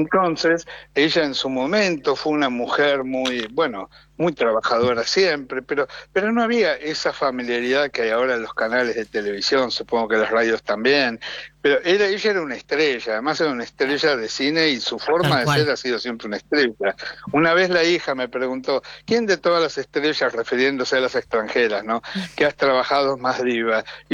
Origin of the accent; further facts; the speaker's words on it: Buenos Aires, Argentina; de Argentina, de Buenos Aires, la ciudad que más teatro tiene en el mundo, más que Londres y que Nueva York.